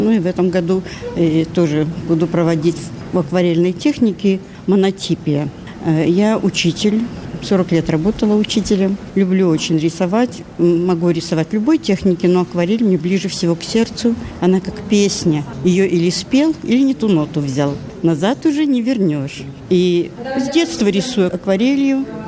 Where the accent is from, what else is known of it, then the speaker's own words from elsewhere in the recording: Belarus; now in Poland; Ну, я белоруска. В Беларуси переехала в Польшу.